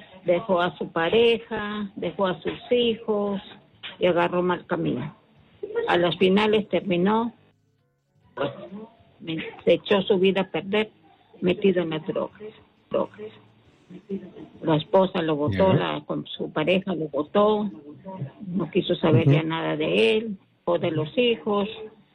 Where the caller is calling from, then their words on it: Piura, Peru; de Piura.